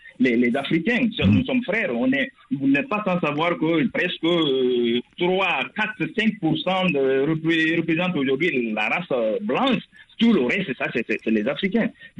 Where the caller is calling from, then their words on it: Guinea; personnellement, en tant que Guinéen, un pays qui a été auprès de ce pays moralement, politiquement, pour l'accession à son indépendance. Mon pays, la Guinée